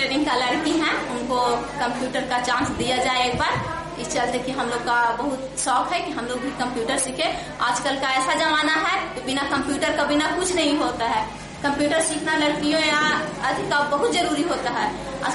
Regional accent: Dev, Bihar, India; मैं देव की रहने वाली हूँ

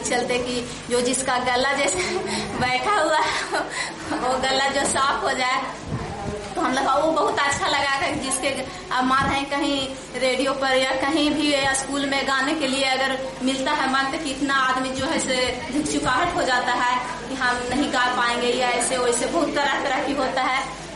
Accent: Dev, Bihar, India; मैं देव की रहने वाली हूँ

